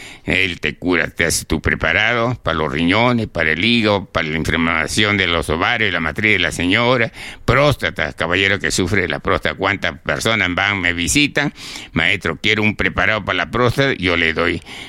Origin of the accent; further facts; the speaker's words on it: Chiclayo, Lambayeque, Peru; Yo soy de Chiclayo, de allá del norte.